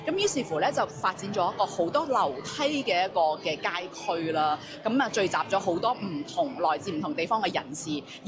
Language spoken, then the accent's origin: Cantonese; Macau; also born or lived in Guangzhou, China; 即係譬如可能我喺澳門長大，但其實我喺廣州出世嘅。